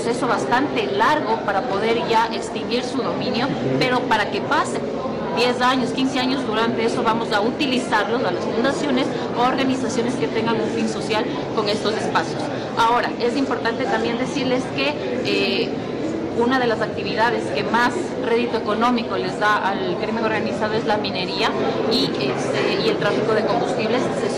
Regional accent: Ecuador; nosotros como ecuatorianos

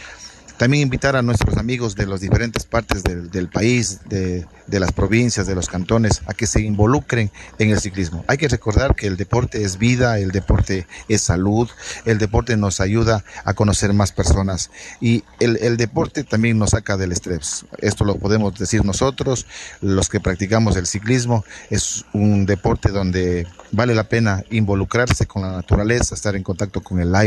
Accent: Macas, Morona Santiago, Ecuador; a pesar de que somos de Macas

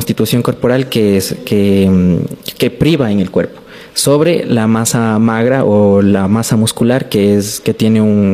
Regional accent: Ecuador; nosotros como cultura ecuatoriana tenemos dos alimentos que nunca faltan en nuestros platos

